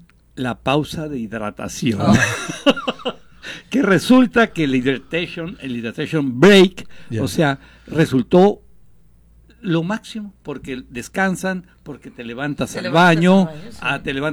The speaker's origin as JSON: {"language": "Spanish", "country": "Mexico", "said": "nuestra actitud como mexicanos"}